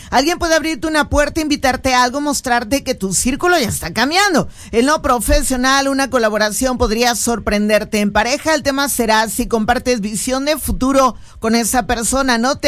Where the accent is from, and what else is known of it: Mexico